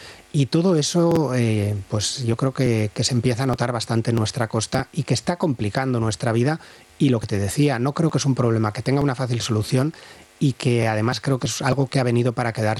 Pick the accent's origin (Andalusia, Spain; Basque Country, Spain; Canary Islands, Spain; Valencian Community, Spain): Basque Country, Spain; San Sebastián; Yo soy de Donosti, yo vivo en Donosti.